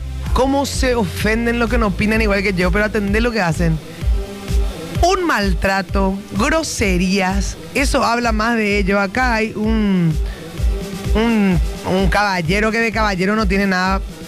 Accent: Paraguay

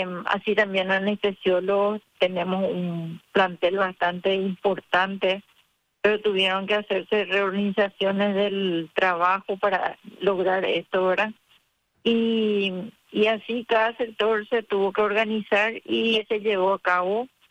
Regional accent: Asunción, Paraguay; moved away as an adult; now in Ciudad del Este, Paraguay; Solo dos personas somos de Asunción y migramos aquí por el tema del trabajo

